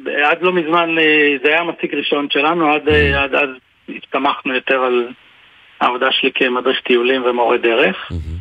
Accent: Ne'ot Golan, Golan Heights, Israel; אבל אני גדלתי פה, זה גם לא כזה פייר.

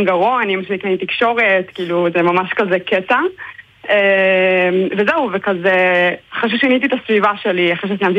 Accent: Omer, Southern District, Israel; now in Ramat Gan, Israel; אני מקור מעומר, היום אני גרה ברמת גן

